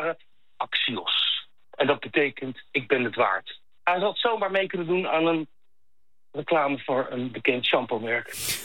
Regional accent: The Hague, South Holland, Netherlands; now in Voorburg, Netherlands; Ik ben opgegroeid in Den Haag en ik woon in Voorburg.

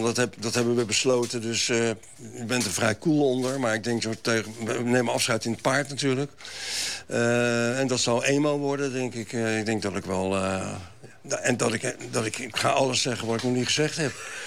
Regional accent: The Hague, South Holland, Netherlands; now in Amsterdam, Netherlands

